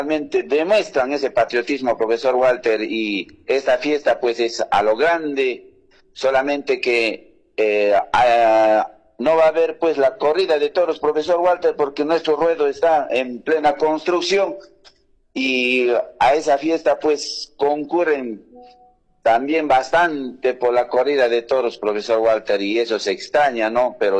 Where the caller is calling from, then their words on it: Livitaca, Cusco, Peru; invitamos como un ciudadano libitaqueño a toda nuestra provincia de Chumivilcas, a nuestros hermanos de los distritos, a que nos puedan visitar, darse un paseo aquí en nuestro distrito de Libitaca.